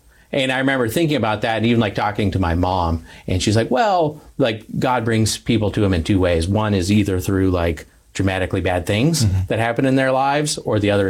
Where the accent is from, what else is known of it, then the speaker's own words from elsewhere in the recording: Tucson, Arizona, United States; also born or lived in Santa Barbara, California, United States; I grew up in Tucson, Arizona.